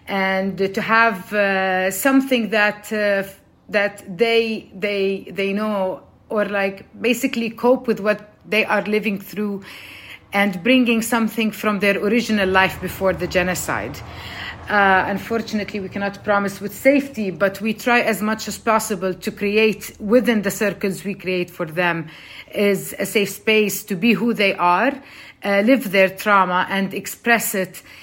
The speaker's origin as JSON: {"language": "English", "region": "Jerusalem", "country": "Palestine", "lives_now": "Lisbon, Portugal", "said": "I'm Palestinian from Jerusalem. I'm a Palestinian diaspora. And I'm an artist."}